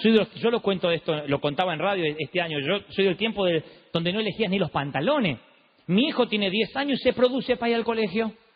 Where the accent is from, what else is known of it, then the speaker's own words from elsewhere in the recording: Argentina; yo soy de la Argentina de los 70, la Argentina donde el 99% éramos todos pobres.